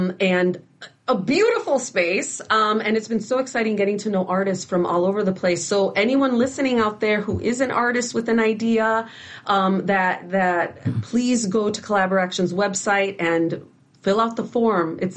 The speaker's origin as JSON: {"language": "English", "town": "Chicago", "region": "Illinois", "country": "United States", "tie": "born or raised there", "said": "my experience is a bilingual and bicultural experience. Like, I was born and raised in Chicago. I am an 80s girl."}